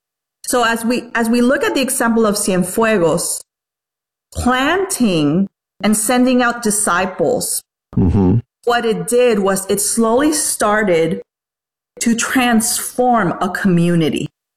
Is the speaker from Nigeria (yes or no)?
no; Dominican Republic; now in United States; So you might not notice it, but I come from the Dominican Republic. Mm-hmm. So I grew up there and, you know, God just moved everything. And now I'm living here and serving the Lord in the United States.